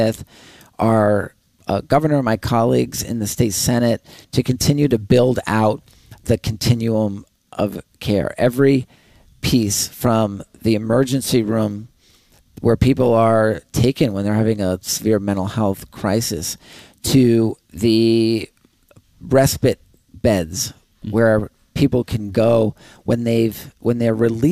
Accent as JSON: {"language": "English", "town": "Wilmington", "region": "New York", "country": "United States", "tie": "born or raised there", "moved": "as an adult", "lives_now": "New York City, United States", "said": "I was born and raised in the Adirondack Mountains."}